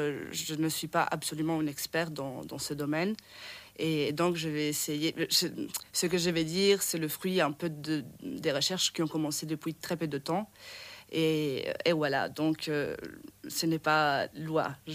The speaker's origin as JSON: {"language": "French", "town": "Syracuse", "region": "Sicily", "country": "Italy", "second_language": "French", "moved": "as an adult", "lives_now": "Brussels, Belgium", "said": "Alors moi je viens d'Italie, je viens de la Sicile, plus précisément de Syracuse. Et voilà, je suis ici à Bruxelles depuis très peu de temps, disons 6 mois."}